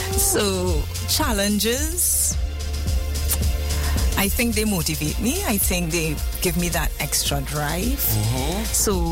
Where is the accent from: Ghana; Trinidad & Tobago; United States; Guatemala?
Trinidad & Tobago; because I'm originally from Mearo.